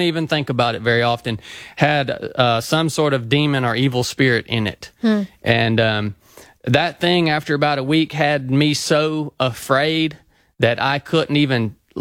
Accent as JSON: {"language": "English", "region": "the South", "country": "United States", "tie": "born or raised there", "said": "So I grew up obviously in the South, so I'd heard the gospel many, many times."}